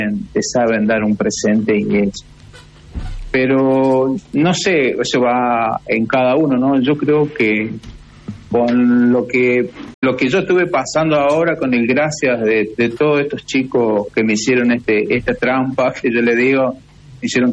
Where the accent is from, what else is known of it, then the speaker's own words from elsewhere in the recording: Mendoza, Argentina; born there; now in Coronel Moldes, Argentina; Yo soy nacido en Mendoza y en el año 81 vine a vivir a Coronel Montes.